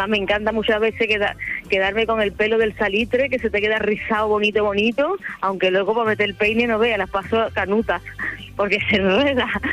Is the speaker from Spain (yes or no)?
yes; Seville, Andalusia, Spain; moved away; me bajaré para Sevilla, este viaje, que quiero estar en mi tierra estos dos mesecitos